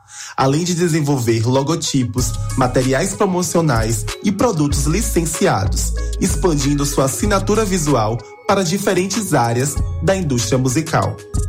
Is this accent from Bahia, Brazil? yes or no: yes; Mundo Novo, Bahia, Brazil; now in Salvador, Brazil; sou de Mundo Novo e moro em Salvador.